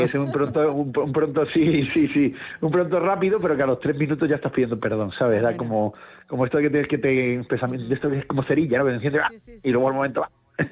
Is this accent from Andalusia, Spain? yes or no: yes; Cádiz, Andalusia, Spain; y yo además me crié en Cádiz